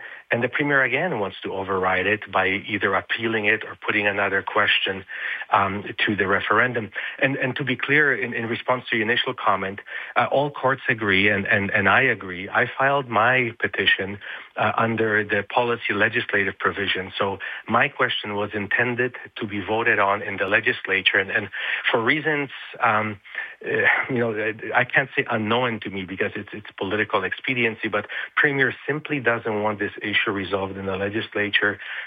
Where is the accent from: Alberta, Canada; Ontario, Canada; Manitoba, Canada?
Alberta, Canada; all of us Albertans